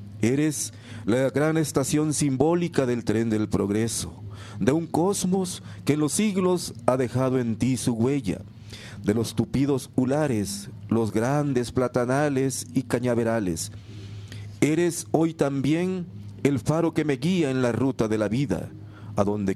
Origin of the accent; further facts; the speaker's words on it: Zacualpa, Mexico; born there; moved away; un poema que le dediqué a mi pueblito aquí, que se llama Zacualpa